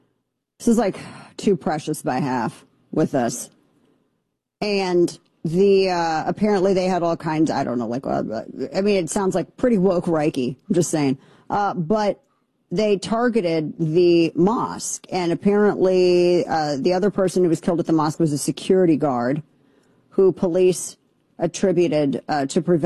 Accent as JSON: {"language": "English", "region": "Missouri", "country": "United States", "tie": "born there", "said": "my home state, show me state of Missouri"}